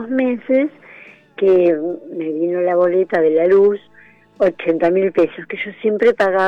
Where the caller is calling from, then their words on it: San Miguel, Buenos Aires Province, Argentina; yo soy de San Miguel.